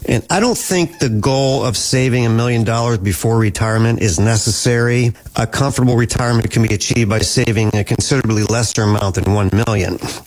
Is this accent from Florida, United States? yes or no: no; Harrisburg, Pennsylvania, United States; born or raised there